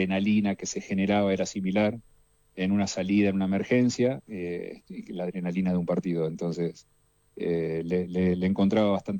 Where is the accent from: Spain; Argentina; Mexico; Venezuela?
Argentina; Tandil, Buenos Aires Province; yo soy de Tandil.